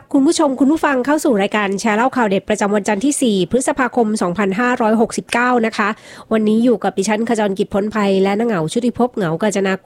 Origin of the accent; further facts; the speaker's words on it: Chumphon, Thailand; ในฐานะที่เป็นคนใต้คนชุมพรด้วยเหมือนกันเนี่ยนะคะ